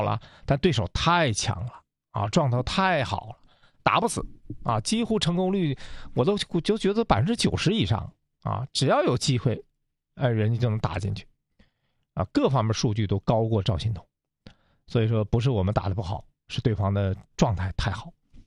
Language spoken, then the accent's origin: Chinese; China